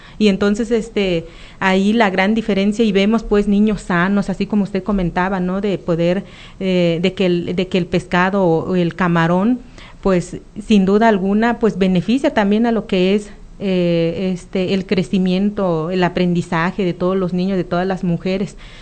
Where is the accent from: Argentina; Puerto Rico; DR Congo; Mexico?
Mexico; Nayarit; somos del municipio del Nayar, yo en lo personal del municipio del Nayar, y mi familia, mis hijos, pues de acá de la presa de Aguamilpa